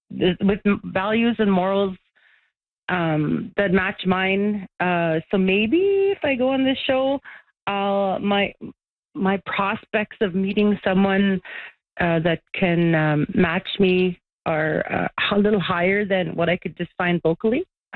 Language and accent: English; Tuktoyaktuk, Northwest Territories, Canada; now in Inuvik, Canada; I'm from Tuck. I live in Inuvik. My dad is from Tuck. My mom is from Fort McPherson. Honestly, I'm related to everybody here.